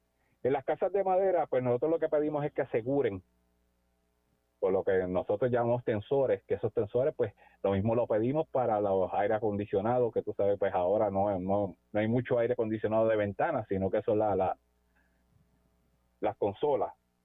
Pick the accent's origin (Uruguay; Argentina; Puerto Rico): Puerto Rico; como típico puertorriqueño que somos